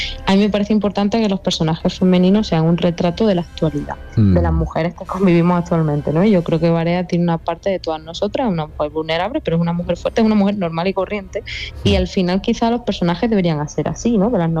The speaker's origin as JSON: {"language": "Spanish", "region": "Andalusia", "country": "Spain", "said": "reivindicar lo andaluz en la cultura también que consumimos, en la literatura que leemos como andaluces"}